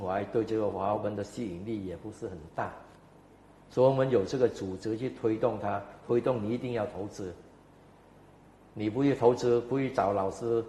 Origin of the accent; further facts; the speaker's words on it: Cambodia